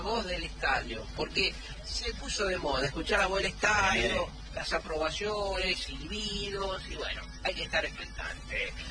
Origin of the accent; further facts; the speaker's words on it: Juan Camino, Salta, Argentina; de Juan Camino, el Chaco Salteño.